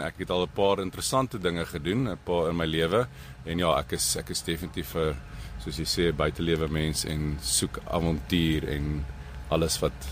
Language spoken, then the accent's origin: Afrikaans; Pretoria, Gauteng, South Africa; En ons het groot geword hier in Pretoria, nie ver van hier af nie, in Ferry Glen.